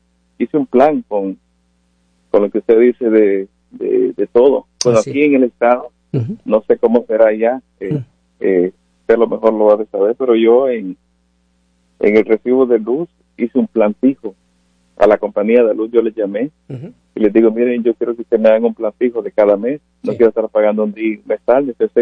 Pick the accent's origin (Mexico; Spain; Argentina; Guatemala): Guatemala; Ah, yo soy de Guatemala.